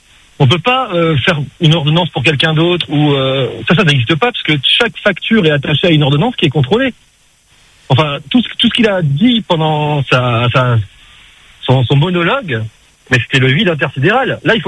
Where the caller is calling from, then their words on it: Le Tampon, Réunion; cet après-midi un petit peu nuageuse au tampon.